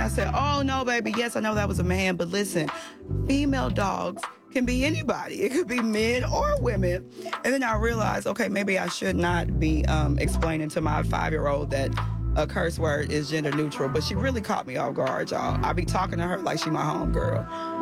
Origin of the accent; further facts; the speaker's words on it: Houston, Texas, United States; I'm from Houston.